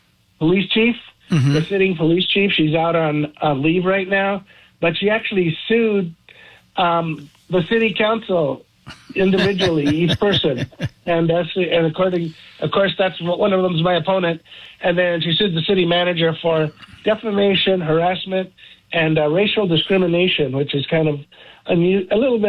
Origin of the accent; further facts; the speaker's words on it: Norwalk, California, United States; also born or lived in Harbor City, Los Angeles / San Pedro / Anaheim; now in Chula Vista, United States; Mostly, I grew up in Norwalk. That's what I remember. I grew up in Norwalk, and then I went to high school in Orange County in Anaheim.